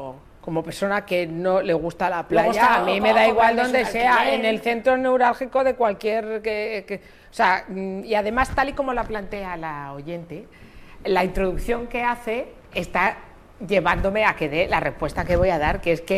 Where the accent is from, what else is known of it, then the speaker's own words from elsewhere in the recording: Málaga, Andalusia, Spain; soy de Málaga y soy periodista.